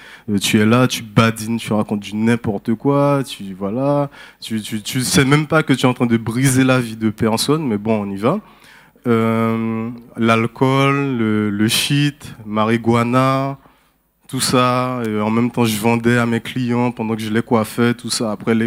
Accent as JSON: {"language": "French", "country": "French Guiana", "tie": "born there", "said": "Je suis née en Guyane, d'une mère qui est martiniquaise"}